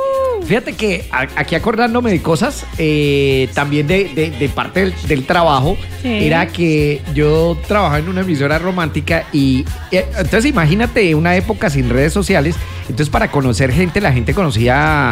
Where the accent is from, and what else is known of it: Colombia